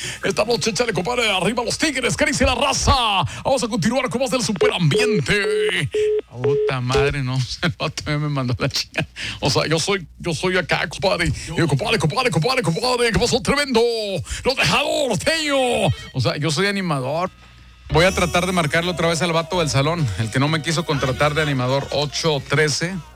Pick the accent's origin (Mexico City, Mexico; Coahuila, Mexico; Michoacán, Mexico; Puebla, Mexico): Coahuila, Mexico; Torreón; No, yo vengo de Torreón, compadre